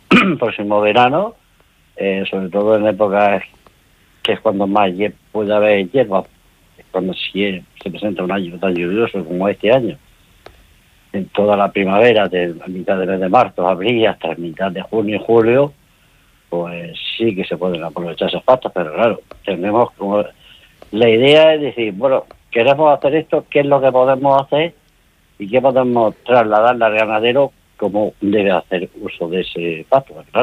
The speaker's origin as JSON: {"language": "Spanish", "region": "Andalusia", "country": "Spain", "moved": "yes", "lives_now": "Region of Murcia, Spain", "said": "Yo no soy de aquí de la región de Murcia, pero llevo más de 60 años aquí en la región de Murcia. Yo provengo de la zona de Andalucía."}